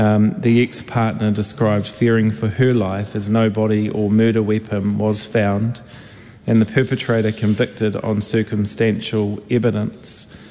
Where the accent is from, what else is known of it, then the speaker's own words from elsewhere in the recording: Napier, Hawke's Bay, New Zealand; growing up in Napier